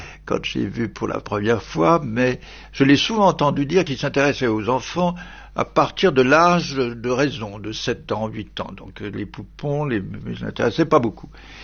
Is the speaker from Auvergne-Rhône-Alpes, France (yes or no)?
yes; Saint-Genis-Laval, Auvergne-Rhône-Alpes, France; born there; 24 juin 1923, il y a donc très longtemps, et je suis né dans la banlieue de Lyon, Saint-Genis-Laval.